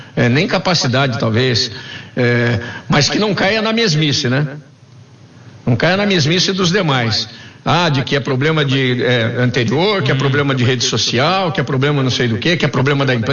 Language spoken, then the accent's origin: Portuguese; Campinas, São Paulo, Brazil; nós que somos da cidade de Campinas